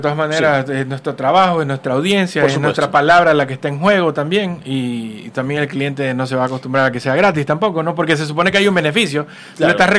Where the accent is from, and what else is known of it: Ecuador